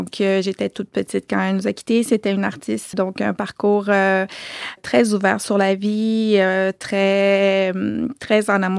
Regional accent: Montreal, Quebec, Canada; also born or lived in Île d'Orléans / France; Montréal parce que mon père commençait à travailler dans cette nouvelle université qu'on ouvrait et voilà. Donc, j'ai grandi à Montréal à partir de là.

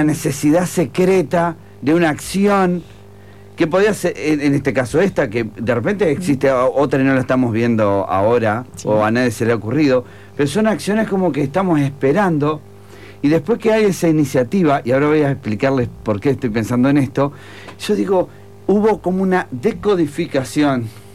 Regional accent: Uruguay; soy uruguayo

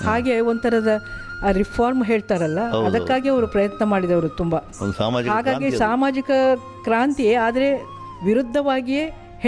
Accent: Innanje, Karnataka, India; born there; also born or lived in Mumbai; now in Mangalore, India; ನಮ್ಮ ಹಳ್ಳಿಯಲ್ಲಿ ಇನ್ನಂಜೆ ಅಲ್ಲಿ ನಾನು ಕಲಿತದ್ದು.

